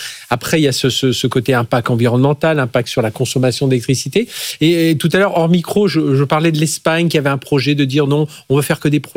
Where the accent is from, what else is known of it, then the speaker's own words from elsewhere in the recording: Brittany, France; Alors, moi, je suis breton